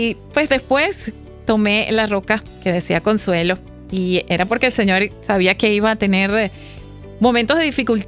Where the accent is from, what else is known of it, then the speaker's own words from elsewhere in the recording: Venezuela; lo que ha pasado en mi país, Venezuela